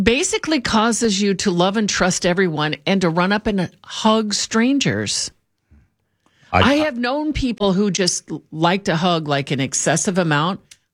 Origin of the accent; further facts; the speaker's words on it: Watsonville, California, United States; downtown in Watsonville, California, where I grew up.